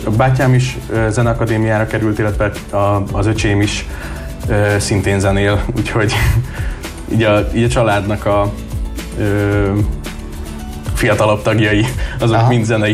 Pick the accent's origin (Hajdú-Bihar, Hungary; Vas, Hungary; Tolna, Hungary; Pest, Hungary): Pest, Hungary; Tura; born there; Én Turáról származom